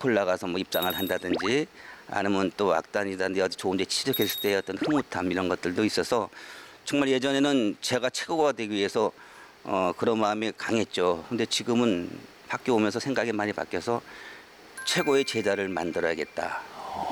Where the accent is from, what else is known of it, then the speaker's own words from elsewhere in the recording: Yeongdong, North Chungcheong, South Korea; 그래서 제가 어릴 때부터 마스게임이나 그 축제에 참석을 하다 보니까 자연스럽게 그 국악을 접하게 됐고